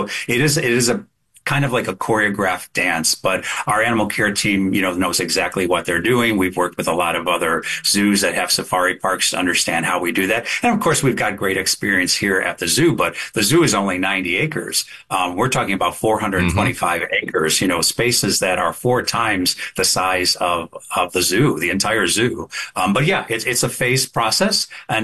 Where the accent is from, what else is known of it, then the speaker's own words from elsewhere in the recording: Chicago, Illinois, United States; now in St. Louis, United States; I'm also from Chicago, and I worked at the Brookfield Zoo.